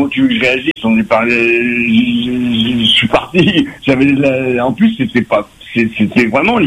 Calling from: Saint-Pierre, Réunion; je suis à Saint-Pierre.

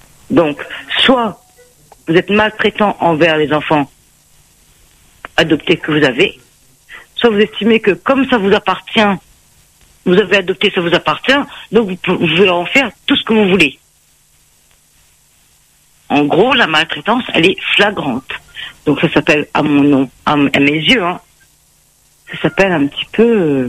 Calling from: Réunion

